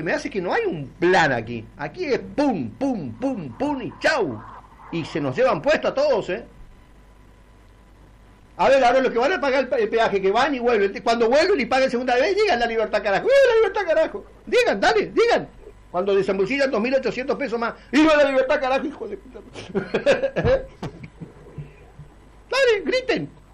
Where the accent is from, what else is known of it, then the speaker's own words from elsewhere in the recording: Argentina; somos argentinos